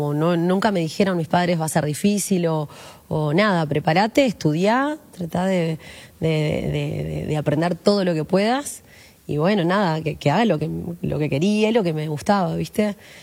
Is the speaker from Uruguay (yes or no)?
yes; Minas, Lavalleja, Uruguay; Y cuando tenía 18, yo soy de Minas, sí, y siempre estuvo como muy marcada la idea de, bueno, haces el liceo y ahora tenés que estudiar algo